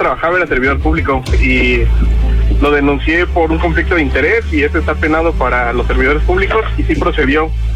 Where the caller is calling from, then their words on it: Mexico City, Mexico; Soy tu vecino, diablito, de aquí de Coyoacán, por Avenida México y Londres.